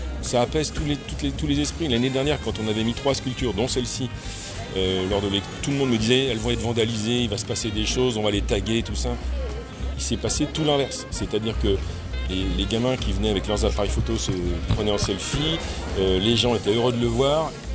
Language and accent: French; Troyes, Grand Est, France; born there; Moi ça me fait une émotion incroyable parce que je suis né à Troyes.